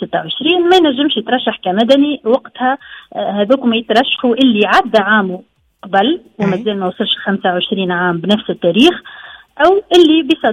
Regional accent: Tunisia; في اغلب الولايات عندنا. في تونس الكبرى عندنا

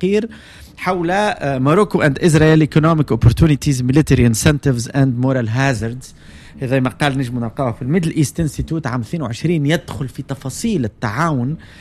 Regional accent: Tunisia; أنا كتونسي

